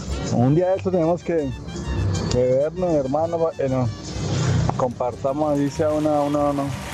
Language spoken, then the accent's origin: Spanish; Tolima, Colombia; Yo soy tolimense y por lo menos el tamal tolimense con pancito.